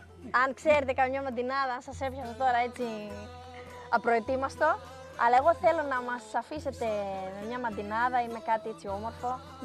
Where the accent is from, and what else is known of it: Crete, Greece